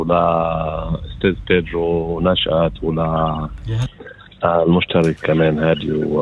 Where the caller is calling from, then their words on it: Australia; هون بأستراليا